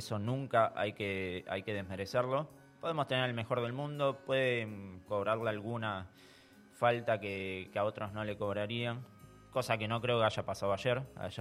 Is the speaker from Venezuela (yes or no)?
no; Argentina; Yo como argentino les agradezco muchísimo.